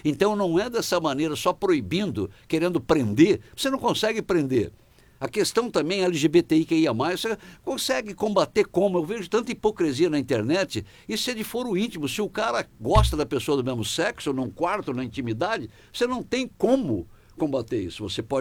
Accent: Maringá, Paraná, Brazil; born there; trabalha em Maringá, onde eu nasci, sou maringaense, né?

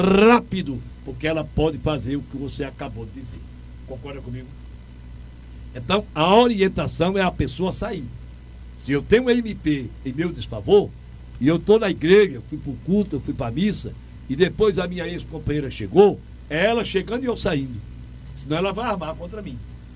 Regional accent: Toritama, Pernambuco, Brazil; Eu sou daqui de Toritama.

